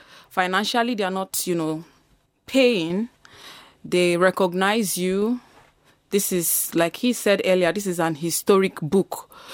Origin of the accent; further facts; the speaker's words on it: Nigeria; now in Vienna, Austria; Because, you know, I'm African, I'm Nigerian, and I'm living here in Vienna.